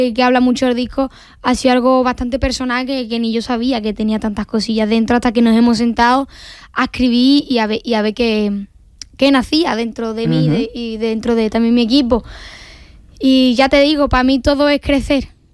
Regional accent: Seville, Andalusia, Spain; que tuve la oportunidad de compartirlo en mi tierra, en Sevilla

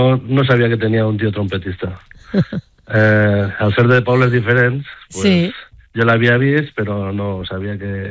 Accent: L'Alcúdia, Valencian Community, Spain; I jo soc de l'Alcúdia.

